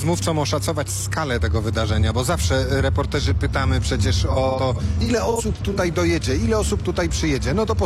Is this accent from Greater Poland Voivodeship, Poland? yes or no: yes; Poznań, Greater Poland Voivodeship, Poland; ja jako poznaniak czuję się trochę zobowiązany, zobligowany do tego